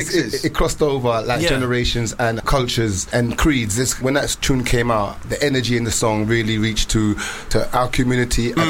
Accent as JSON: {"language": "English", "region": "London", "country": "United Kingdom", "said": "In that, I come from Northwest London housing"}